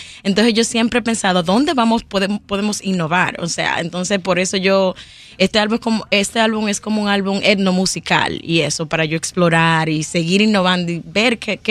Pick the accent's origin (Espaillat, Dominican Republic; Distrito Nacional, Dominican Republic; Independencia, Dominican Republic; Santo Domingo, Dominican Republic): Santo Domingo, Dominican Republic; born there; Bueno, yo nací en Santo Domingo, pero mi familia es de todos los lugares.